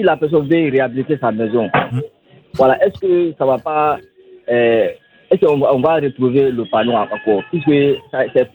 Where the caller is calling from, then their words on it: Bobo-Dioulasso, Hauts-Bassins, Burkina Faso; dans nos quartiers, surtout à Bobo ici, chez nous à Bobo ici là